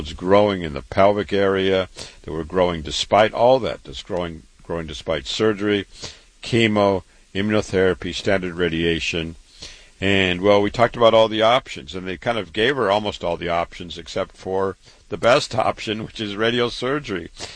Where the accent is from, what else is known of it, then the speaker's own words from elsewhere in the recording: Waterloo, Iowa, United States; I was born and raised in Waterloo, Iowa. I went to public school, graduated medical school at 25